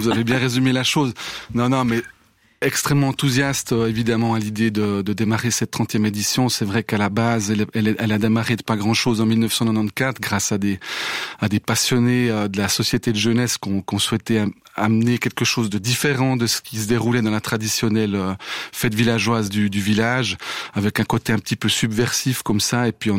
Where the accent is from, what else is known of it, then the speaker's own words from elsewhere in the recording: La Chaux-du-Milieu, Neuchâtel, Switzerland; Oui, je suis un habitant du village, je suis né à la Chaux du Milieu, et puis c'est vrai que dès l'enfance, j'ai été bercé vraiment par l'ambiance du Corbac Festival